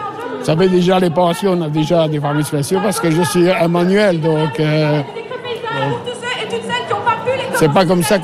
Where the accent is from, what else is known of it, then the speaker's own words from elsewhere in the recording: Spain; now in Belgium; Et pour finir, je suis espagnol. Même si j'ai toujours la nationalité, mais je suis plus belge qu'un belge.